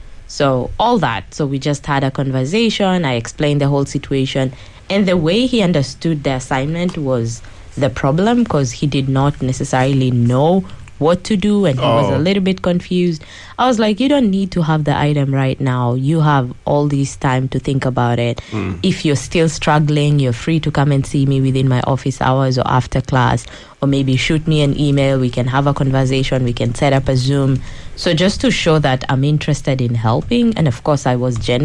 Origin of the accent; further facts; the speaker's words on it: Kenya; moved away as an adult; I come from Kenya. Kenya, being in East Africa